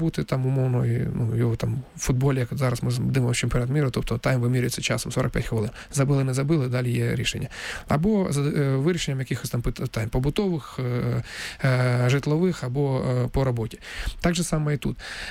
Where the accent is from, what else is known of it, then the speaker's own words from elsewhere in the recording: Donetsk, Donetsk Oblast, Ukraine; тому що дійсно я сам з Донецька і вперше відчув на себе і на своїй, як то скажуть, шкурі, і на власному досвіді.